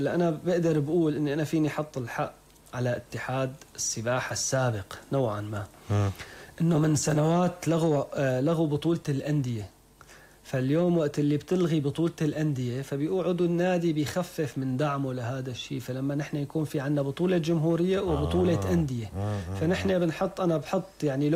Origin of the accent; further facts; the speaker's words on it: Damascus, Damascus Governorate, Syria; بدمشق عنا مسابح كتيرة وأندية كتيرة